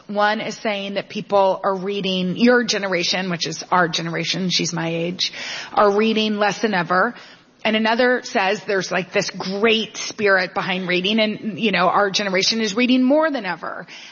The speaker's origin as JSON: {"language": "English", "region": "Texas", "country": "United States", "tie": "born or raised there", "also_born_or_lived": "Austin, Texas", "said": "I didn't grow up in San Antonio. I grew up in Dallas and in Austin."}